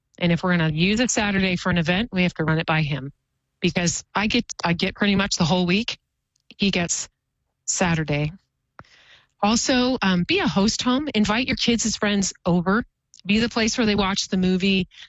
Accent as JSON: {"language": "English", "region": "Oregon", "country": "United States", "tie": "born or raised there", "lives_now": "Boise, United States"}